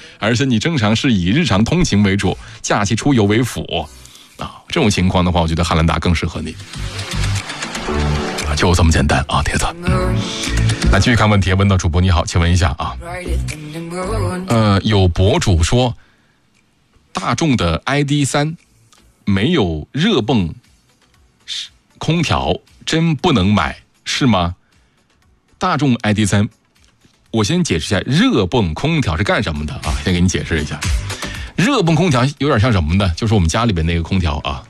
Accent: Yichang, Hubei, China; 我们湖北宜昌的长江边上的

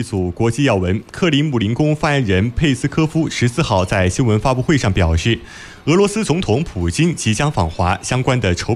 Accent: Yichang, Hubei, China; 其实都是为我们宜昌人点赞骄傲。

